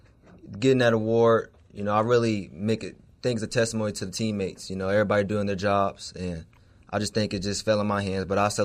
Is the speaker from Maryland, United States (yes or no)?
no; Richmond, Virginia, United States; Well, I'm from Richmond, Virginia. I went to school at Manchester High School, and I grew up in a single household